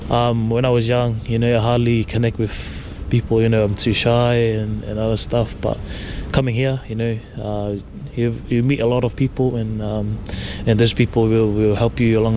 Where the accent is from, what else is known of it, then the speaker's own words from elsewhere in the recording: Ireland; It's the dream from me growing up in Ireland, playing playing club footy